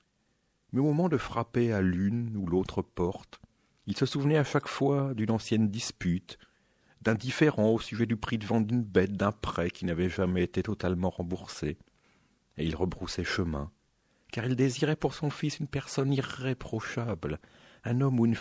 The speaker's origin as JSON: {"language": "French", "region": "Normandy", "country": "France", "said": "aujourd'hui, nous allons faire un petit tour là d'où je viens, donc la Normandie."}